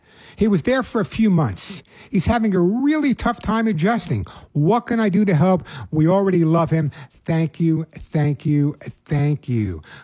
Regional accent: New York City, New York, United States; When I was growing up in the Bronx, boxes, yes, I did.

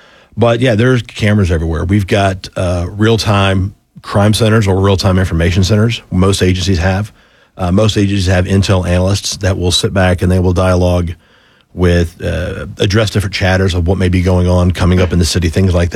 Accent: Sandy Springs, Georgia, United States; now in Alpharetta, United States; Growing up in Sandy Springs, my first home was in Alpharetta back in 93

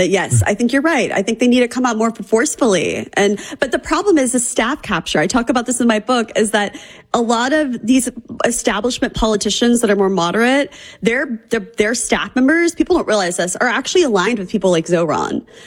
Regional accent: Missouri, United States; But I love Josh Hawley. We're both from Missouri.

